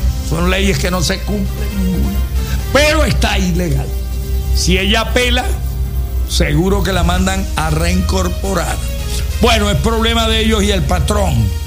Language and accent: Spanish; Zulia, Venezuela; Nosotros los del interior, especialmente los maracuchos